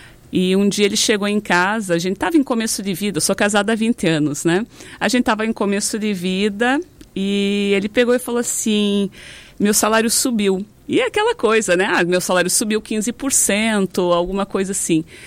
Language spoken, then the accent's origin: Portuguese; Paraná, Brazil